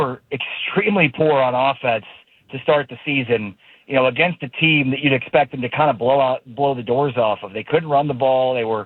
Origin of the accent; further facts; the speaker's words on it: Chicago, Illinois, United States; I'm a Bears fan growing up in Chicago.